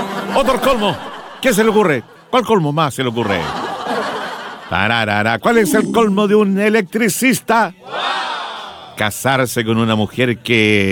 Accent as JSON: {"language": "Spanish", "country": "Chile", "said": "cómo somos los chilenos"}